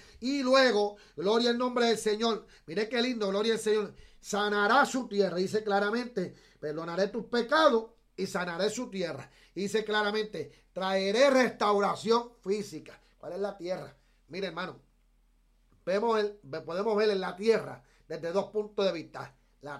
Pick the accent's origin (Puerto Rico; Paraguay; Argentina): Puerto Rico; yo soy puertorriqueño